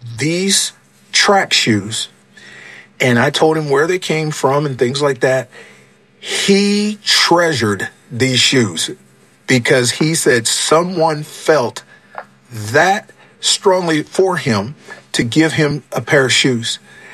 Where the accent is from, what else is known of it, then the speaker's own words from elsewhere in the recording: Oklahoma City, Oklahoma, United States; I'm from Oklahoma City, Oklahoma.